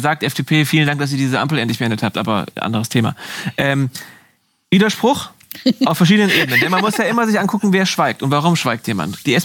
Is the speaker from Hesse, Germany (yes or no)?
yes; Hesse, Germany; ich bin ja Hesse